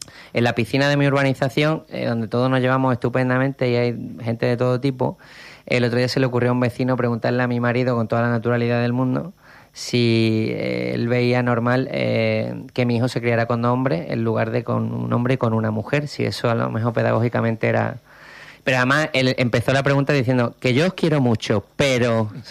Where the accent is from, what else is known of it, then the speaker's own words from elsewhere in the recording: Málaga, Andalusia, Spain; soy de Málaga